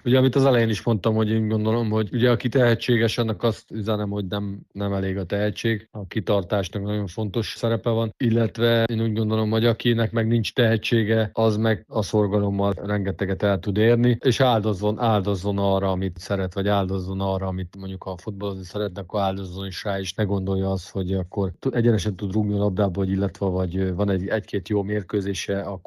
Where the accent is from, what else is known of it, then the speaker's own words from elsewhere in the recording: Dunaújváros, Fejér, Hungary; moved away; mondjuk egy Dunai város, ahol ugye felnőttem